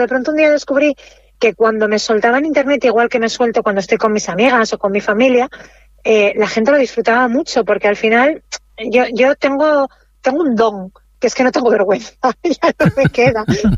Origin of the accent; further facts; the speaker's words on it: Asturias, Spain; yo soy de Asturias y además soy de pueblo minero